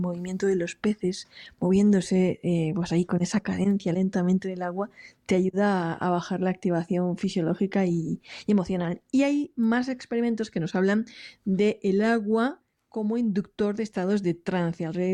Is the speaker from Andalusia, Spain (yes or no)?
no; Alicante, Valencian Community, Spain; yo, por ejemplo, que soy del Mediterráneo, de Alicante, yo cuando voy a la playa siempre me gusta situarme en una zona donde el agua rompe contra unas roquitas, ¿no?